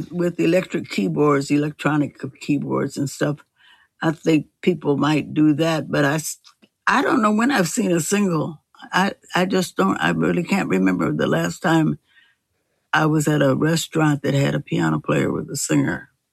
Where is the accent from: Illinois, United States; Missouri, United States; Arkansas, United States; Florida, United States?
Missouri, United States; Kansas City; moved away; we're both from Kansas City